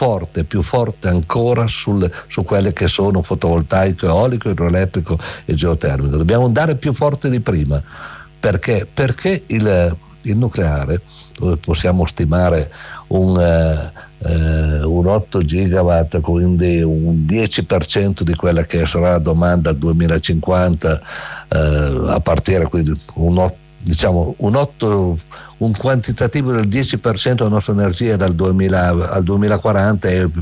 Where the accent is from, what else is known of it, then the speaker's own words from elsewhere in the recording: Piedmont, Italy; Io sono piemontese